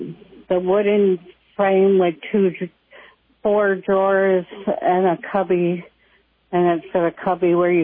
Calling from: Burlington, Vermont, United States

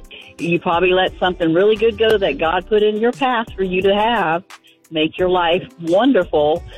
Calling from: Green Cove Springs, Florida, United States; I'm calling from Green Coast Springs, Florida.

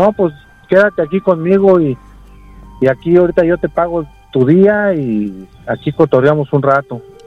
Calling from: Ciudad Madero, Tamaulipas, Mexico; Hablo de Ciudad Madero, Tamaulipas.

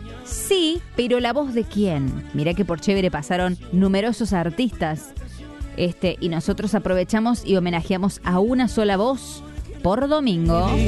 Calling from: Catamarca, Argentina; Hola, reina. … de Catamarca, escuchando siempre la Popu.

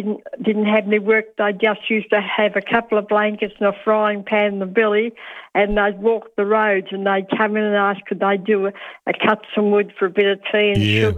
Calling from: Dandenong Ranges, Victoria, Australia; I come from Victoria and up in the Dandenong Ranges, and I used to walk up through the ranges there.

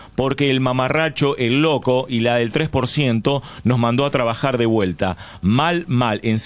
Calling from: Pinamar, Buenos Aires Province, Argentina; de Pinamar.

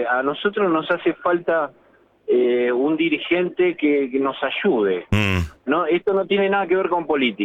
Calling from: Buenos Aires, Argentina; Yo soy de Buenos Aires, pero paseo por todo el país.

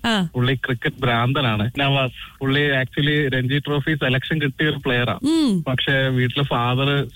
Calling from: Qatar

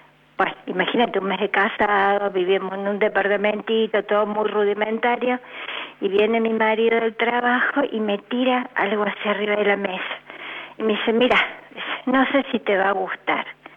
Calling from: Villa María, Córdoba, Argentina; ciudades más pequeñas como nosotros, que viniera … a Villa María

